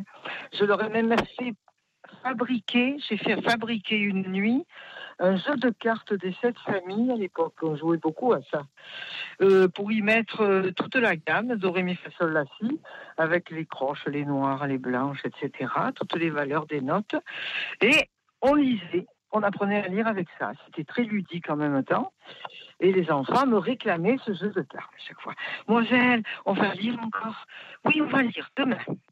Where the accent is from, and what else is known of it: Poitiers, Nouvelle-Aquitaine, France; born or raised there; now in Marseille, France